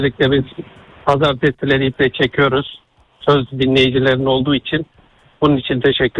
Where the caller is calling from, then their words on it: Istanbul, Turkey; Buyurun. İstanbul'dan arıyorum